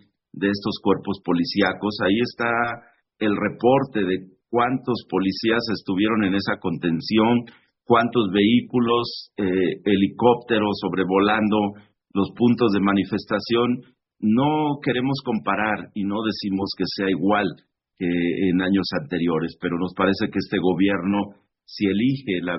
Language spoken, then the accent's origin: Spanish; Mexico